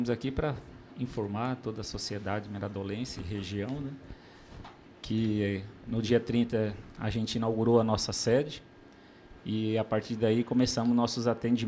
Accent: Cáceres, Mato Grosso, Brazil; born there; Eu sou de Cáceres mesmo, da região

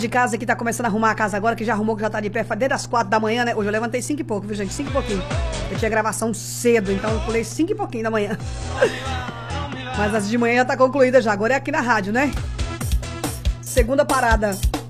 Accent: Brazil; now in Vila Rica, Brazil; Somos brasileiros, fazer o quê?

